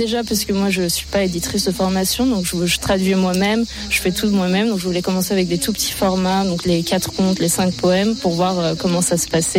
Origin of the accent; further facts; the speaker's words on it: Turkey; moved away; je suis originaire de Turquie